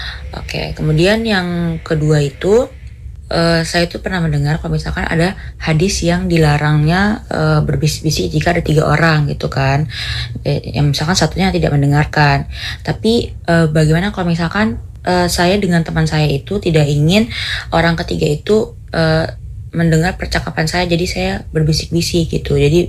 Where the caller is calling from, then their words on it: Lombok, West Nusa Tenggara, Indonesia; Saya berasal dari Lombok.